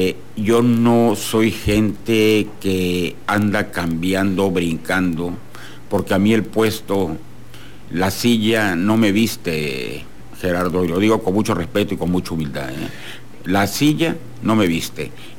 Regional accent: Tabasco, Mexico; cuando yo decido regresar a vivir a Tabasco, regresé con la mira de regresar a vivir hasta morir. Porque esta es mi casa, es mi tierra, es mi agua, es mi vida.

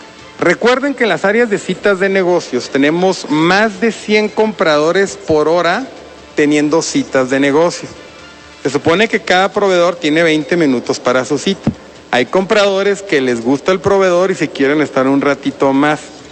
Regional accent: Chihuahua, Mexico; accent: Chihuahua; Yo creo que no es necesario que les diga que sea de Chihuahua con mi tono, pero bueno, soy de Chihuahua, está aquí enfrente

